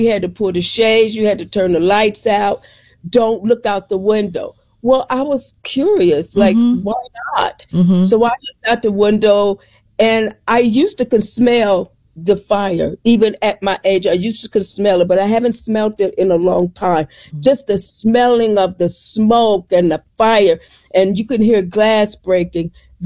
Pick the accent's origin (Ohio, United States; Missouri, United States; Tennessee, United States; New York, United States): Ohio, United States; Dayton; Dayton, Ohio.